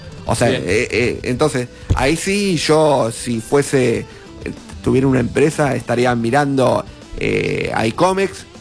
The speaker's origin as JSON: {"language": "Spanish", "region": "Buenos Aires", "country": "Argentina", "tie": "born or raised there", "moved": "yes", "lives_now": "La Pampa, Argentina", "said": "yo soy porteño, ustedes lo saben, nacido en Ciudad de Buenos Aires, pero ahora tengo juego para el equipo de La Pampa."}